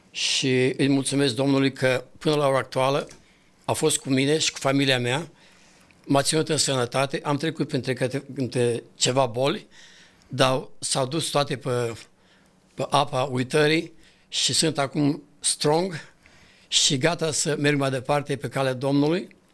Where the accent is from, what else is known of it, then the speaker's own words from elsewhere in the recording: Rădăuți, Suceava County, Romania; born there; moved away as an adult; also born or lived in Brașov; eu m-am născut în Rădăuți, Bucovina, îi spune acum, parcă sunt mai bine decât Moldova, dar tot Moldova a rămas. Și am făcut școala primară în Rădăuți, pe urmă m-am dus în Suceava, am transferat în Suceava, am continuat școala acolo